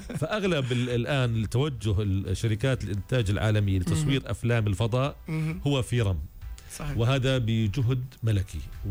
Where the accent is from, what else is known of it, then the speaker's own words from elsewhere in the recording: Sousse, Sousse Governorate, Tunisia; يعني إحنا من سوسة على سبيل المثال